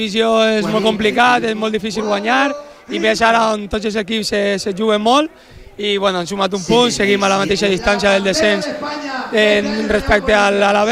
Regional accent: Crevillent, Valencian Community, Spain; moved away; Recibir-me així en el meu poble

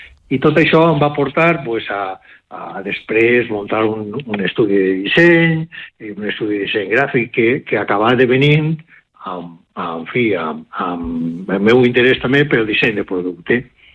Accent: Burjassot, Valencian Community, Spain; soc de Burjassot, poble de l'Horta Nord.

